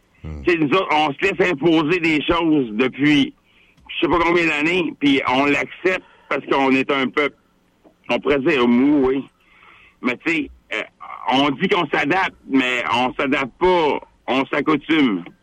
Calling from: Quebec, Canada; on se respecte plus en tant que Québécois.

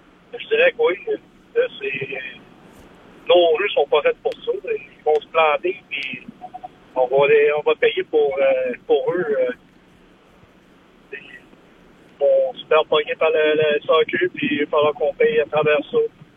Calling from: Quebec City, Quebec, Canada; Ouais, j'habite à Québec.

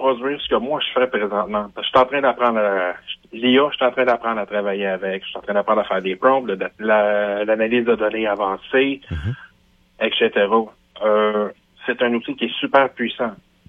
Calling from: Quebec, Canada; Moi, je suis de la Rive-Sud.

